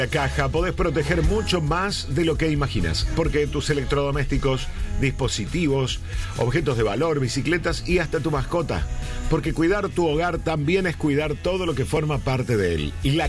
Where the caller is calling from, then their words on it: Merlo, San Luis, Argentina; de Merlo, San Luis